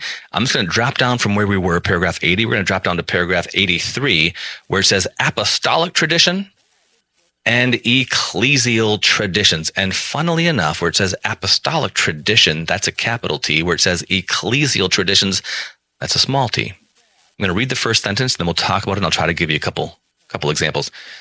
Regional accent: Minnesota, United States; I'm from Minnesota. There weren't a lot of Marian processions, where at least where I grew up.

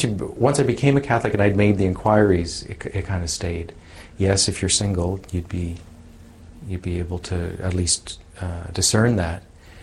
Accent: Halifax, Nova Scotia, Canada; And coming from Halifax

